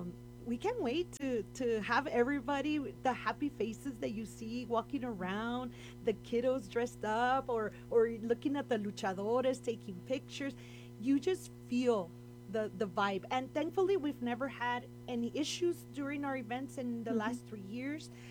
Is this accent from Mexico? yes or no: yes; Ciudad Juárez, Chihuahua, Mexico; now in El Paso, United States; I grew up in Juarez. I was born here. So I got to live both worlds